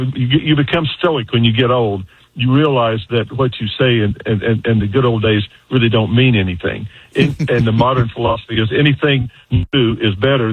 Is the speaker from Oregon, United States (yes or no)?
no; Bartlesville, Oklahoma, United States; now in Tulsa, United States; in Bartlesville, which is my hometown, best damn town in the country. And we have several Frank Lloyd Wright homes here in Tulsa